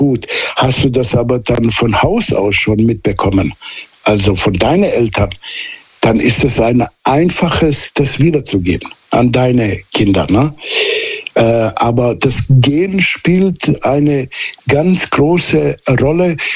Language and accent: German; Southern Germany, Germany; also ich bin quasi auf dem Dorf aufgewachsen in Süddeutschland. Da war die Welt ein bisschen anders und komischerweise heute ist das immer noch so.